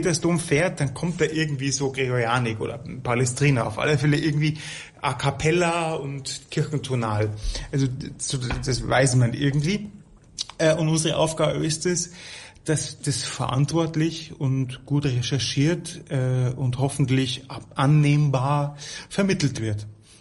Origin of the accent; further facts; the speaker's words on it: Bavaria, Germany; now in Rome, Italy; jetzt sage ich es mal als Bayer.